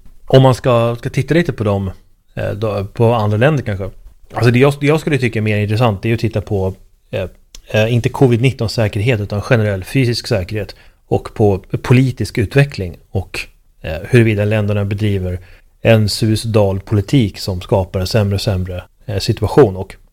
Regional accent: Sweden; som svensk så tror jag att man relativt enkelt kan ta sig in på den isländska arbetsmarknaden

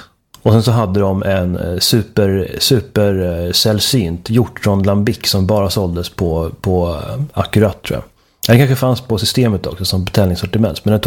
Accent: Uppsala, Uppsala County, Sweden; jag är född och uppvuxen i Eriksberg i Uppsala. Men jag skulle också kunna säga att jag kommer från Bonkyrka socken i Ulleråkers härad i Tiundaland i Svitjod.

